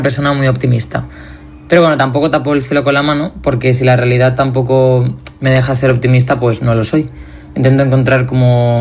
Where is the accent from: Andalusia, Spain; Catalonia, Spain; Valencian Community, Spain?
Valencian Community, Spain; Valencia; contando la historia de lo que estaba pasando en mi ciudad y en mi pueblo y en los pueblos de alrededor.